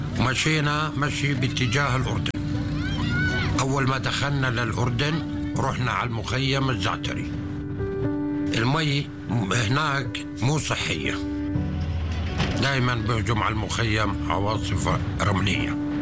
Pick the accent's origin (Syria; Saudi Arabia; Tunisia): Syria; moved away as an adult; now in Jordan; وعن جد سوريا حلوة جدا جدا، ولكن الحرب غير كل إشي. أنا كنت أشتغل بالنقل الخضار على حلب.